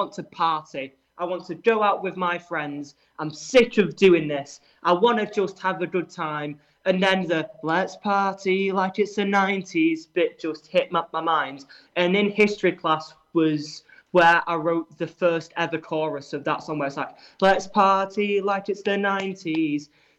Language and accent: English; Manchester, North West England, United Kingdom; I'm from Manchester, but I went to London, which is like a 6-hour drive to see him.